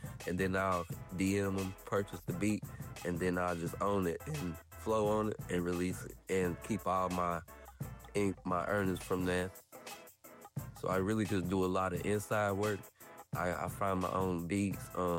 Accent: South Carolina, United States; But I say that played a big part in just my environment coming up, growing up in South Carolina with no help, really.

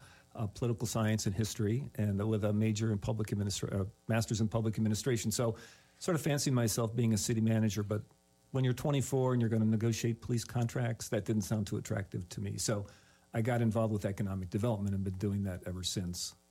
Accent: Buffalo, New York, United States; also born or lived in Chicago; now in Jamestown, United States; I'm originally from Buffalo, New York. I have worked in the state of New York a long time ago.

